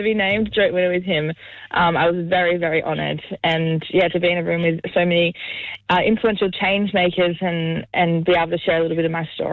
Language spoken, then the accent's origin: English; Dubbo, New South Wales, Australia; Dubbo, originally from Dubbo.